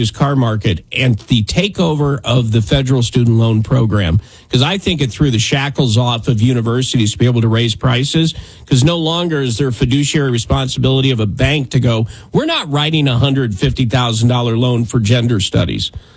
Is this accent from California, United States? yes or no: no; Wyoming, United States; moved away; Yeah, I'm from Wyoming originally